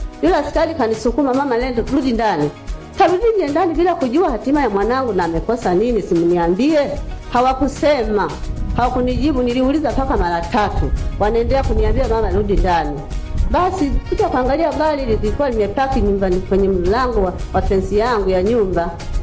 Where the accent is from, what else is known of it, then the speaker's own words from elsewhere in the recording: Manyoni, Singida, Tanzania; Nimetoka Manyoni. Nimetoka Manyoni baba.